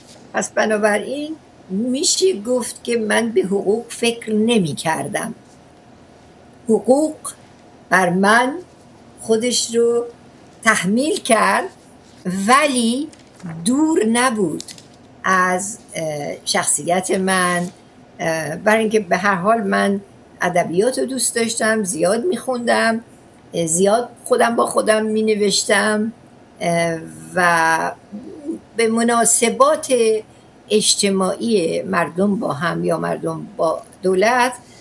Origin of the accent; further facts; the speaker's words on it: Ahvaz, Khuzestan, Iran; ولی در اهواز دنیا اومدم، دیپلمم هم در اهواز گرفتم. در اهواز اون زمان شهر عقب افتاده بود ولی بعدن خب تغییرات بزرگی کرد.